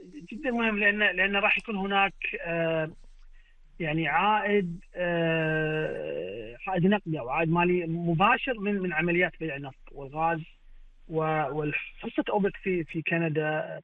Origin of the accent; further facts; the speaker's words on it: Kuwait; احنا كشباب كويتي واعد